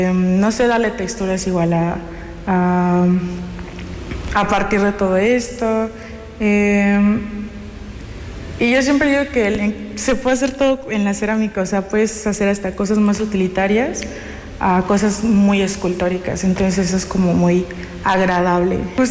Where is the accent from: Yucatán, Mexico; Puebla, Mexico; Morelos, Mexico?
Yucatán, Mexico; Mérida; la raíz de esas piezas es mi tierra, o sea, es Yucatán.